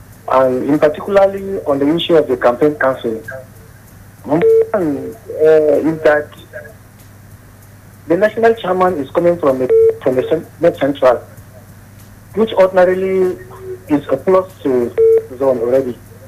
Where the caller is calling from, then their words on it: Jos, Plateau, Nigeria; I'm calling from Jos.